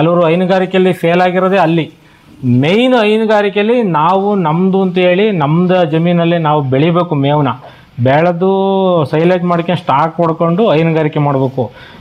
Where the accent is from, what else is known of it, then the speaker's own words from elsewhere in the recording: Tumakuru district, Karnataka, India; moved away as an adult; also born or lived in Bengaluru; ದೊಡ್ಡಗರಾಟ ಗ್ರಾಮ, ತುರುವೇಕೆರೆ ತಾಲೂಕು, ತುಮಕೂರು ಜಿಲ್ಲೆ. ನಾನು ಮೂಲತಃ ಕೃಷಿಕ ಕುಟುಂಬದವನೇ. ನಾನು ಬೆಂಗಳೂರಲ್ಲಿ 19 ವರ್ಷ ಜೀವನ ಮಾಡಿದೆ. ಹಳ್ಳಿಗೆ ಬಂದು ಸೇರ್ಕೊಂಡ್ವಿ.